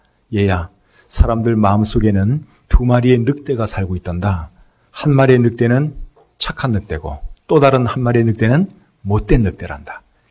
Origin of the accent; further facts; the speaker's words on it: South Korea; 지금은 우리가 대한민국 사람으로서 대한민국 시민권을 가지고 대한민국에서 살고 있지만